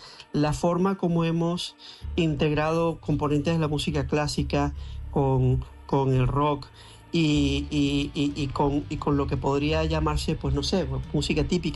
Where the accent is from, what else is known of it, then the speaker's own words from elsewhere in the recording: Spain; Hay algún festival al que no hemos entrado porque somos de España.